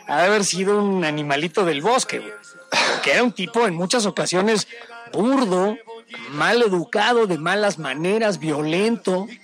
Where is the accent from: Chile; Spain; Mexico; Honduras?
Mexico; los mexicanos a lo mejor no somos tan proclives a ello como los argentinos.